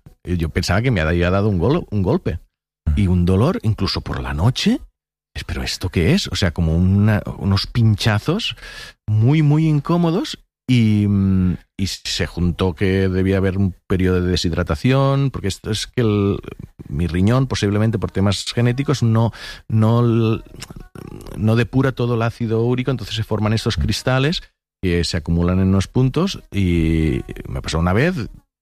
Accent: Catalonia, Spain

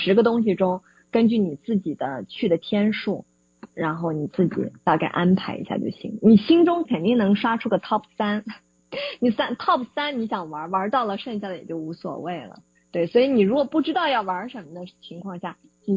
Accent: Hainan, China; also born or lived in Xinjiang; 所以如果七八月回国的小伙伴可以考虑一下来新疆，因为新疆是我老家，然后所以我很爱我的老家

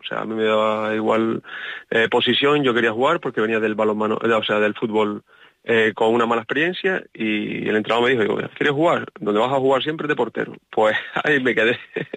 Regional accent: Canary Islands, Spain; moved away; also born or lived in Pontevedra; soy canario y canarión

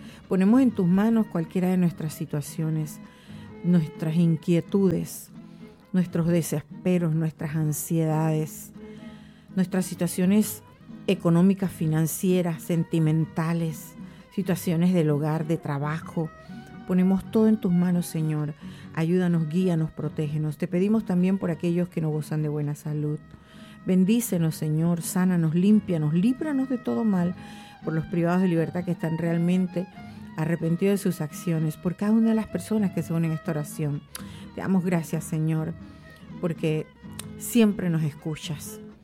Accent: Panama; todos como panameños

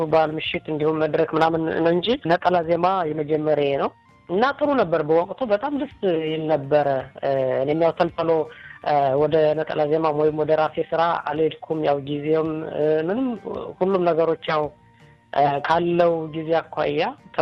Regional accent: Amhara, Ethiopia; also born or lived in Gondar; በእርግጥ የተወለድኩት ወደ ጎጃም አካባቢ ነው እና እዛም በነበርኩበት ጊዜም ያው ምንም አይነት ልምዱ ባይኖረኝም የሙዚቃ ግን ተፈጥሮ እንደዚህ ሰርግም ሲሆን ምንም ሲሆን ይሞክር ነበር፣

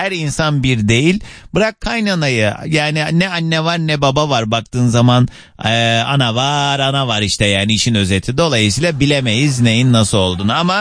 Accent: Kars, Turkey; Kars'ın güzel memleketimin

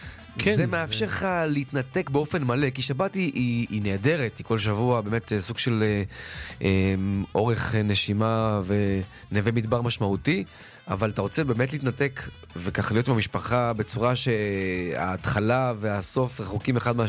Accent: Givatayim, Tel Aviv District, Israel; born there; אני עוד כילד, אני זוכר בבית הכנסת בגבעתיים

